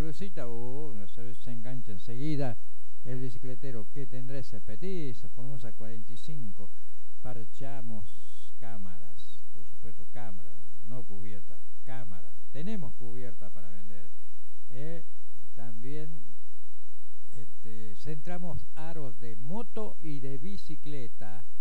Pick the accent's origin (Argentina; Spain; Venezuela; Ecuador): Argentina; si somos argentinos